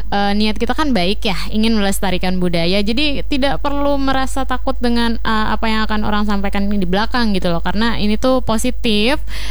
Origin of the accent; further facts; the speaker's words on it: Central Kalimantan, Indonesia; Kebetulan kita emang isinya orang-orang asli Kalteng gitu. Jadi kita kalau bercanda, kalau ngobrol, chat-chatan juga masih pakai bahasa Dayak. Pun kalau … pribadi di rumah, pakai bahasa Dayak juga.